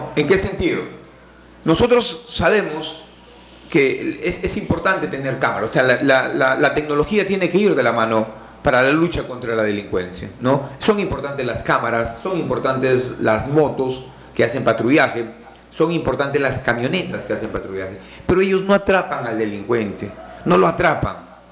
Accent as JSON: {"language": "Spanish", "region": "Piura", "country": "Peru", "tie": "born there", "also_born_or_lived": "Tambo Grande, Piura", "said": "parte de mi niñez la pasé aquí en Tambo Grande. Si bien es cierto, yo nací en el asentamiento humano Pachité en Piura, barrio al costado del mercado de Piura, ¿no? Pero parte de mi niñez, casi dos, tres años, la pasé aquí en Tambo Grande, exactamente en el Valle de los Incas"}